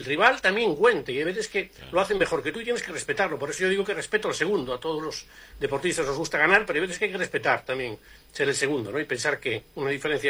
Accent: Galicia, Spain; yo soy gallego de verdad, yo soy de Galicia

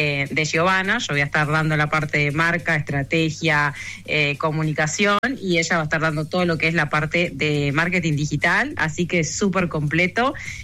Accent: Tacuarembó, Uruguay; moved away; yo vuelvo a mi tierra natal acompañada de otra tacuarembuense

